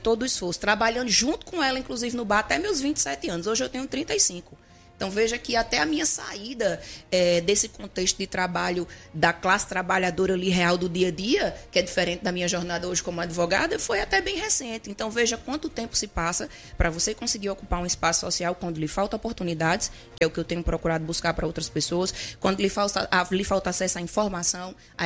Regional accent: Bahia, Brazil; moved away; sou de Bahia, tenho ainda uma história que não sai de lá

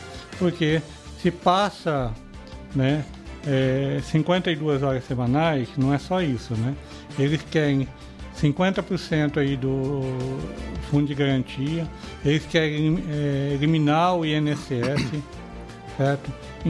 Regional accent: João Pessoa, Paraíba, Brazil; eu sou lá de João Pessoa

